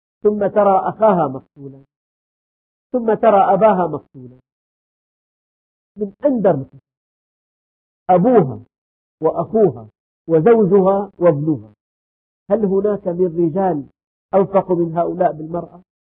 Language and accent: Arabic; Syria; عندنا في الشام